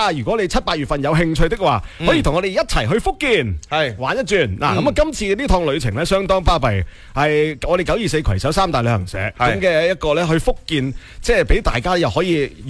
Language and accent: Cantonese; Guangdong, China; 我哋广东人